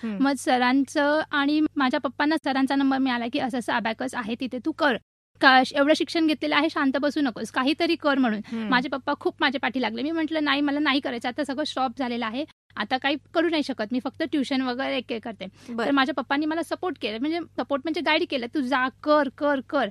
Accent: Mumbai, Maharashtra, India; moved away as an adult; now in Sangli, India; मी मूळच्या मुंबईची आहे. मुंब्रा इथे माझं पूर्ण शिक्षण झालेलं आहे.

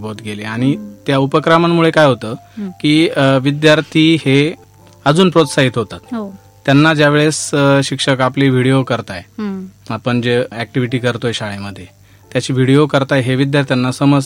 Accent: Dhamori, Maharashtra, India; माझं गाव धामोरी, तालुका कोपरगाव, जिल्हा अहिल्यानगर.

